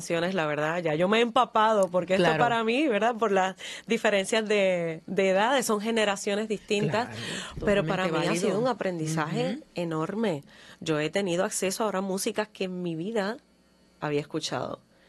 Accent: Santiago de los Caballeros, Santiago, Dominican Republic; now in Puerto Rico; yo soy dominicana, de Santiago de los Caballeros

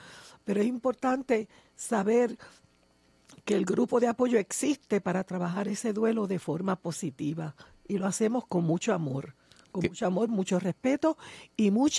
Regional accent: Puerto Rico; aquí pues somos puertorriqueños, hablamos el mismo idioma.

